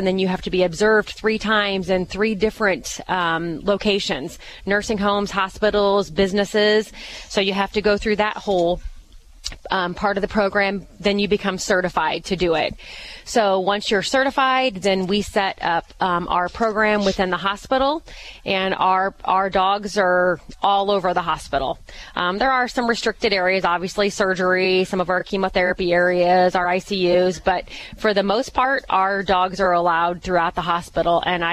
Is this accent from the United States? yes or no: yes; Pawnee, Illinois, United States; Actually, born and raised in Pawnee.